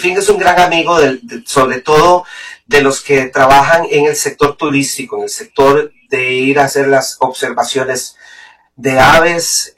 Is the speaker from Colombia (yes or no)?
no; Costa Rica; como artista en este momento ya calificado como compositor costarricense, como artista nacional